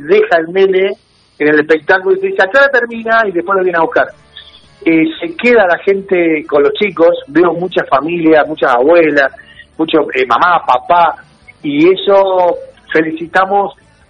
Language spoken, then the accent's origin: Spanish; Venado Tuerto, Santa Fe, Argentina; Yo, por ejemplo, soy de Venado Tuerto, Santa Fe